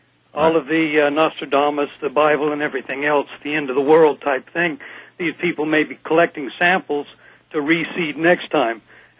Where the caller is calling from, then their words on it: Texas, United States; from West Texas.